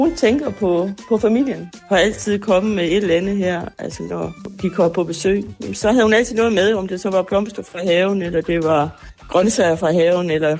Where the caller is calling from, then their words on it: Hjørring, North Denmark Region, Denmark; Jeg er fra Hjørring.